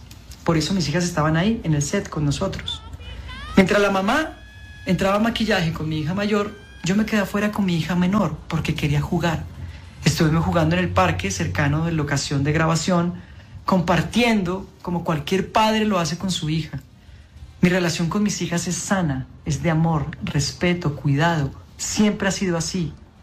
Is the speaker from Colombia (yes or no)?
yes; Colombia; soy actor colombiano.